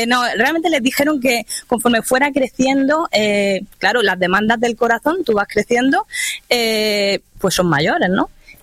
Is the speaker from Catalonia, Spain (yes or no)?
yes; Sabadell, Catalonia, Spain; born there; yo nací en Sabadell, ¿no? Que es un pueblo de Barcelona.